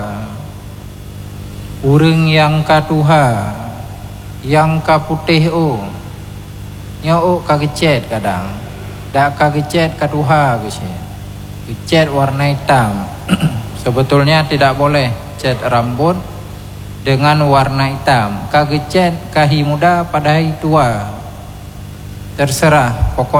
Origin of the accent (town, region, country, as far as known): Aceh, Indonesia